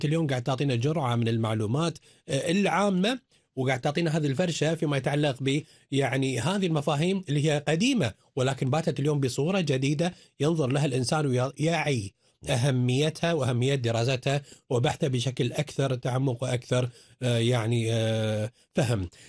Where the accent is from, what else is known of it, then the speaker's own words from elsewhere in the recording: Kuwait; كيف بالإمكان عندنا في الكويت نستفيد من التكنولوجيا الحديثة